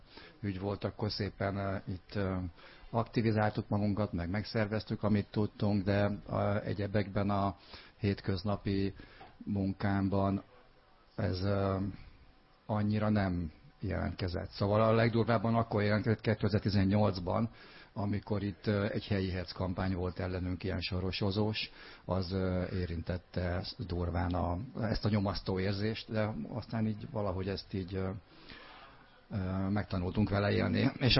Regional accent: Pécs, Baranya, Hungary; egyelőre így nem érzem ezt másnak, mint egy választópolgár, vagy egy pécsi ember.

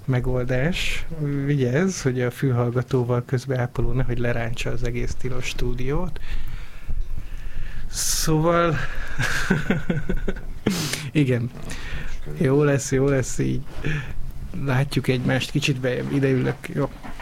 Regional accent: Győr-Moson-Sopron, Hungary; moved away as an adult; also born or lived in Eger / Szeged / Budapest; now in Szentendre, Hungary; én egyébként eredetileg Egerbe születtem, egy Győr melletti kisfaluban nőttem fel, a Hanságba jártam középiskolába

